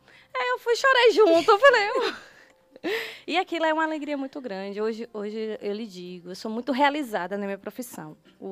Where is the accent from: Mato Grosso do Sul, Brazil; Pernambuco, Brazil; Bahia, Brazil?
Bahia, Brazil; born there; do Retiro, que é onde eu nasci.